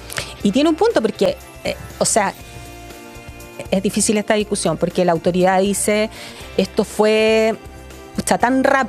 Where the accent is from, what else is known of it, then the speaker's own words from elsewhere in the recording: Viña del Mar, Valparaíso, Chile; Yo, que soy de Viña, zona costera